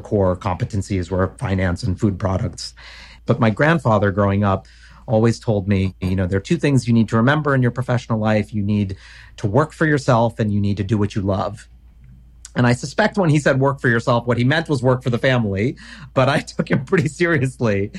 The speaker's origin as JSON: {"language": "English", "town": "New York City", "region": "New York", "country": "United States", "tie": "born or raised there", "said": "Yeah, I was born here in New York City, and we grew up on 12th Street on the outskirts of the East Village."}